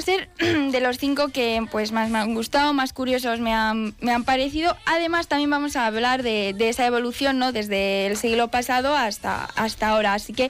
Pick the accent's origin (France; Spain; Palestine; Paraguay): Spain; Petrola, Castilla-La Mancha; yo soy de Petrola, entonces nuestro gentilicio es Petrolino.